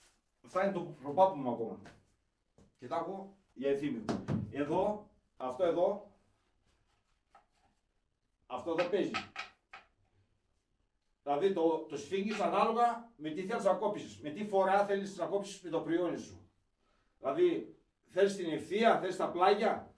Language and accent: Greek; Azoros, Thessaly, Greece; born there; Από εδώ ξεκίνησε ο Άζωρος, που είναι το χωριό μου